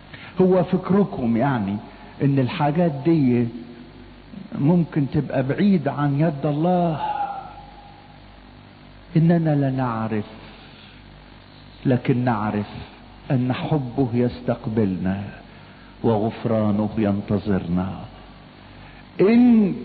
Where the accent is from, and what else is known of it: Giza Governorate, Egypt